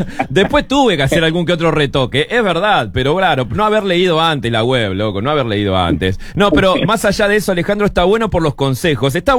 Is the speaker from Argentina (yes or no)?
no; Uruguay; lo uruguayo que somos